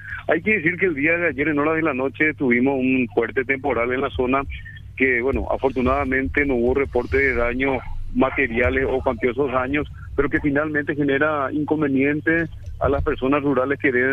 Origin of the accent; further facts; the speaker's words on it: Fram, Itapúa, Paraguay; Y en Fram tenemos, por supuesto, una característica única. Ahí hay una mezcla de razas, de creencias.